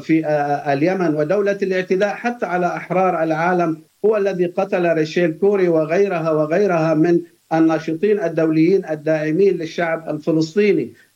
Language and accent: Arabic; Palestine; كفلسطينيين